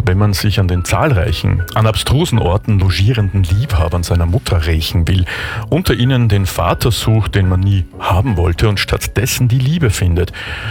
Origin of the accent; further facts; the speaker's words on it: Vienna, Austria; Also wir sind hier in Wien. Ich bin ein gebürtiger Wiener, ein Ur-Wiener sozusagen.